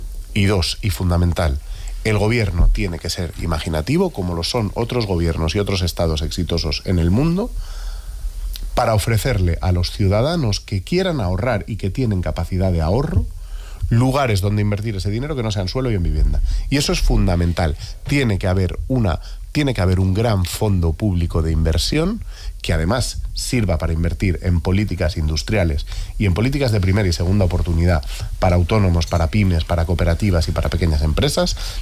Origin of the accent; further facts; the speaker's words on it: Madrid, Community of Madrid, Spain; en Madrid, que es lo que conozco porque es mi pueblo